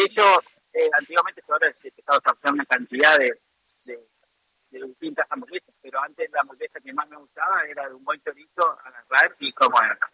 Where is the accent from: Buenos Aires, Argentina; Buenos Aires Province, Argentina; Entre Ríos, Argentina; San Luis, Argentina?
Entre Ríos, Argentina; Viale; born there; now in Paraná, Argentina; yo tenía acá a 50 kilómetros, donde nací en Viale, tengo un pequeño lugar donde procesamos la carne. Y bueno, obviamente abastecemos a nuestros locales comerciales que tenemos acá en Paraná.